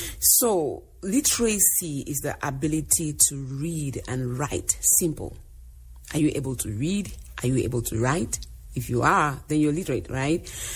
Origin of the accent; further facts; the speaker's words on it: Cameroon; English is a second language; now in United States; Yeah, they might have an accent. I'm from Africa, from Cameroon. But I can say that I'm fluent. I can write, I can speak English. I am fluent in French as well. I can write and speak French.